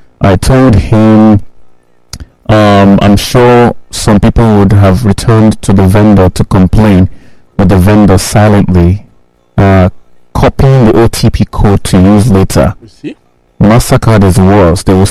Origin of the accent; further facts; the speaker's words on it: Lekki, Lagos, Nigeria; from Lekki.